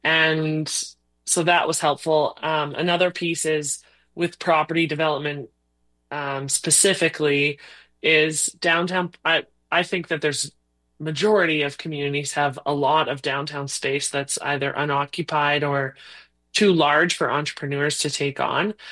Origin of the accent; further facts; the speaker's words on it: Hazlet, Saskatchewan, Canada; Hazlett, my hometown community